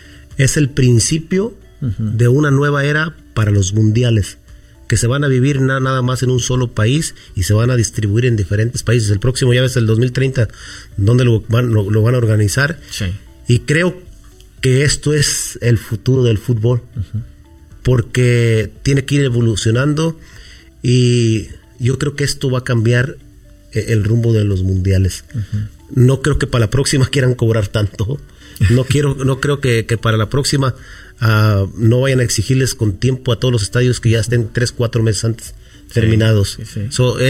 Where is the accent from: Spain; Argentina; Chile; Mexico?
Mexico; now in United States; somos mexicanos y vivimos en este país